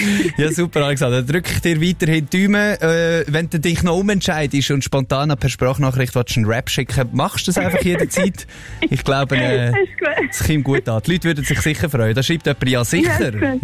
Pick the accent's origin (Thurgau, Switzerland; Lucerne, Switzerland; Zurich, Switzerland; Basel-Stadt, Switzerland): Zurich, Switzerland; Da muss man auch als Zürcherin zugeben.